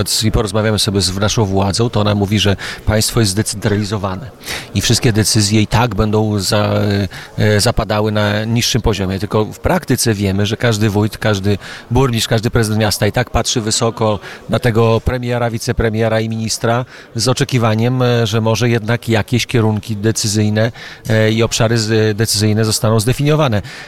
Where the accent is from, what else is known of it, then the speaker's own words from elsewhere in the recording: Suwałki, Podlaskie Voivodeship, Poland; jestem z Suwałk